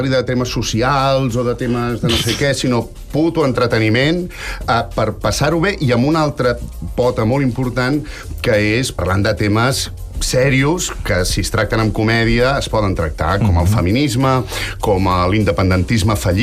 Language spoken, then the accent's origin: Catalan; Catalonia, Spain; Nosaltres som catalans